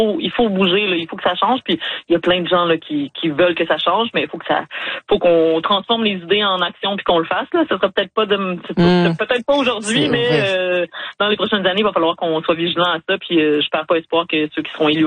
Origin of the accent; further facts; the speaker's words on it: Sherbrooke, Quebec, Canada; moi je viens de Sherbrooke